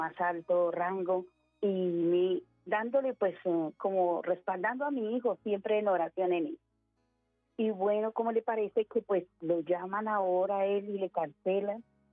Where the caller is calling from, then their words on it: Bogotá, Colombia; Aquí en Patio Bonito, Bogotá.